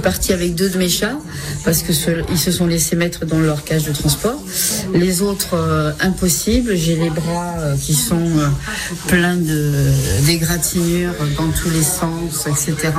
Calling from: Vinça, Occitanie, France

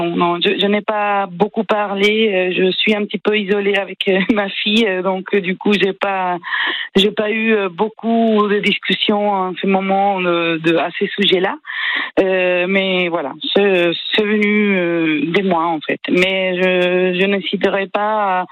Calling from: Limoges, Nouvelle-Aquitaine, France

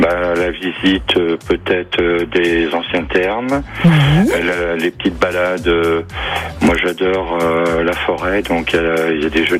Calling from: Châtel-Guyon, Auvergne-Rhône-Alpes, France

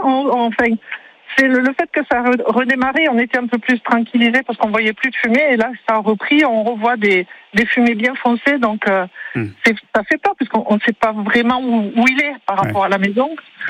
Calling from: Lédenon, Occitanie, France; Je suis à Lédenon, donc juste en dessous de la Pinède qui a pris feu

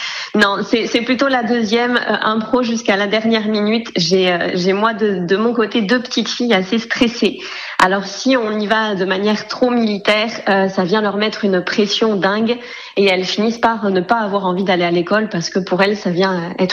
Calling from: Pays de la Loire, France; Alors moi, j'habite en Sarthe, en tout cas pour le moment.

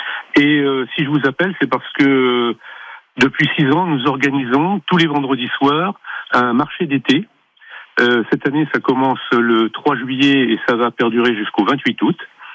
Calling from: Les Fosses, Nouvelle-Aquitaine, France; Alors je vous appelle de la commune de Les Fosses. Donc nous sommes à quelques kilomètres du zoo Odyssée de Chizé

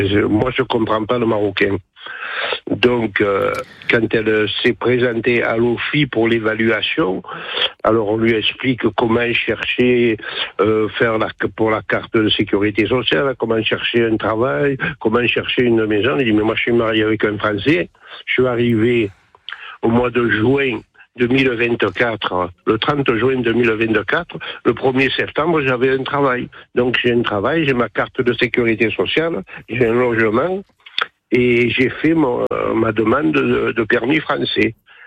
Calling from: France; moi je suis français.

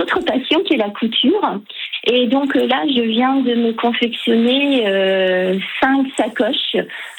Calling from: Elbeuf, Normandy, France; D'Elbeuf, où il pleut

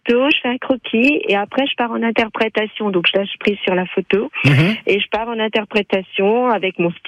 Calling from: Bourgogne-Franche-Comté, France; En fait, je suis pas de l'Allier, je suis de la Saône-et-Loire.

